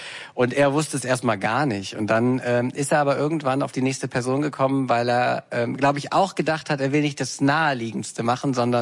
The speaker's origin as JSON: {"language": "German", "town": "Cologne", "region": "North Rhine-Westphalia", "country": "Germany", "moved": "yes", "lives_now": "Berlin, Germany", "said": "ich komme ursprünglich aus Köln, aber ich lebe jetzt schon einige Jahre in Schöneberg und habe mich von Anfang an sehr wohl dort gefühlt."}